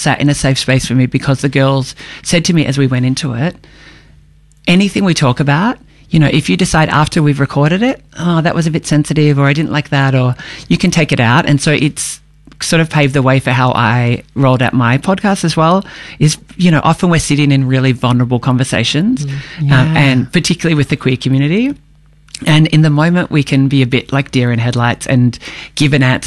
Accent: Melbourne, Victoria, Australia; I grew up in Melbourne, yeah, and I am 48. So I have had quite some time finding my way to who I am. But yeah, yeah, always been in Melbourne.

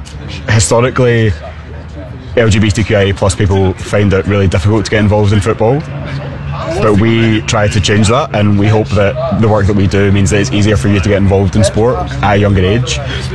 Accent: Scotland, United Kingdom; Look, I grew up in Scotland, where more than any other country in Europe, queer people are less likely to play sport because of who they are.

